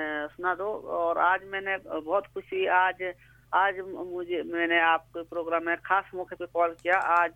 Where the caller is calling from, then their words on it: Kotkhai, Himachal Pradesh, India; कोटखाई से।